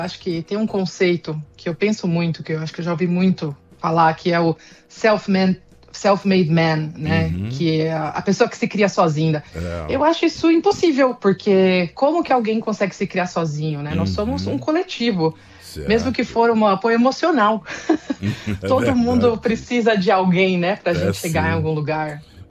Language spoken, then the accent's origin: Portuguese; São Paulo, Brazil; born there; also born or lived in Marília, São Paulo; Eu nasci em Marília, interior de São Paulo. Uhum. Mas passei grande parte da minha vida em São Paulo.